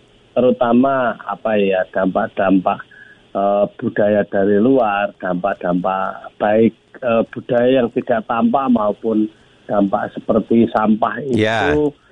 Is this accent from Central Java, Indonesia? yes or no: yes; Central Java, Indonesia; khas makanan kami di kawasan lereng Menoreh.